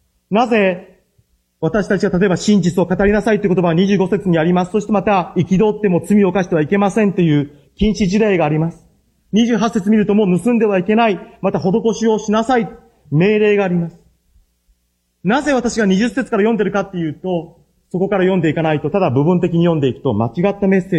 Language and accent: Japanese; Tokushima, Japan; 私は徳島のど田舎で生まれて、畑に囲まれて生きてましたから、